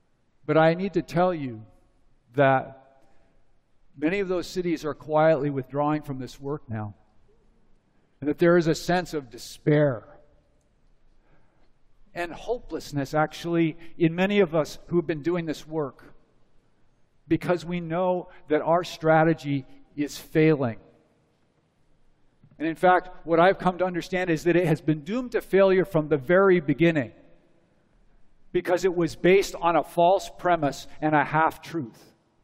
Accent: Boulder, Colorado, United States; I come from Boulder, Colorado, a community that has a unique relationship to climate change.

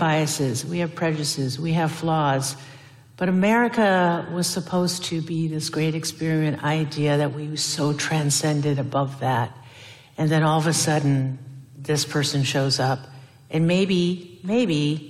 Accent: Washington, United States; a role member of the Blackfeet Nation, born and raised on the Puyallupas, my stepdad's Yakima.

